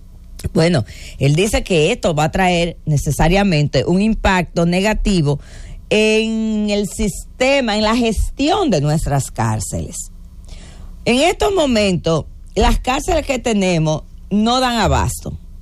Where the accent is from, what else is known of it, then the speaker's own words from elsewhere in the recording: Dominican Republic; cómo somos nosotros, los dominicanos